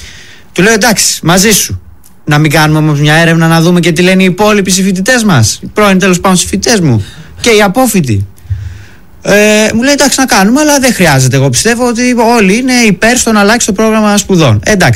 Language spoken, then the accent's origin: Greek; Thessaloniki, Central Macedonia, Greece; Θεσσαλονίκη.